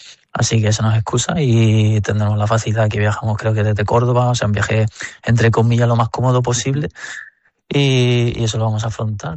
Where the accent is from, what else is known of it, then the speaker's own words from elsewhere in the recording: England, United Kingdom; now in Spain; tengo que mantener como esas raíces, ¿no? De seguir apoyando a mi Inglaterra, pero me siento, vamos, prácticamente español.